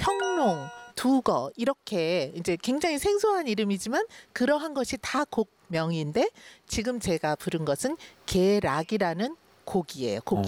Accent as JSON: {"language": "Korean", "town": "Gyeongju", "region": "North Gyeongsang", "country": "South Korea", "tie": "born there", "also_born_or_lived": "Seoul", "moved": "yes", "said": "이제 저희가 고향이 경주인데"}